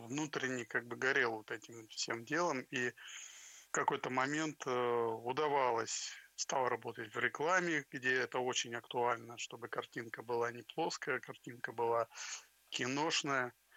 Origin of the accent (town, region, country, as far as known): Volgodonsk, Rostov Oblast, Russia; born or raised there